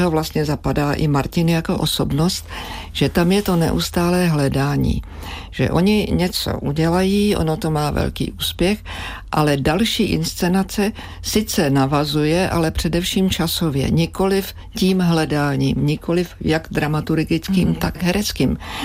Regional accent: Prague, Czechia; Já jsem z Davic

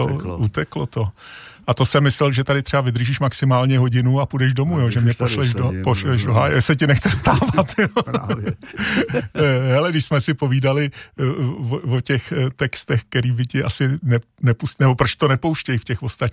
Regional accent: Prague, Czechia; Já jsem ze Žižkova

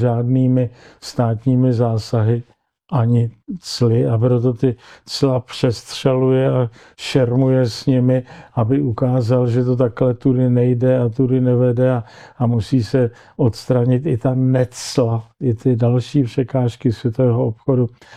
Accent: Prague, Czechia; na otázku, odkud jste, já jsem říkal, I am from Europe. Protože jak jsem si myslel, že říkat z nějakých Čech nebo z Prahy, že tam ty lidi vůbec by netušili, co to znamená.

